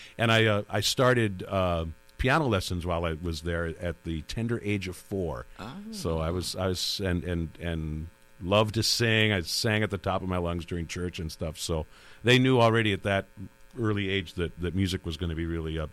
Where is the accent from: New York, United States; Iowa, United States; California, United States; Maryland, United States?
Iowa, United States; Decorah; also born or lived in Atlantic, Iowa / Lincoln, Nebraska; We actually moved from Decorah right before I started high school. We moved to a place in southeast Iowa, between Des Moines and Omaha, a little town called Atlantic of about 10,000.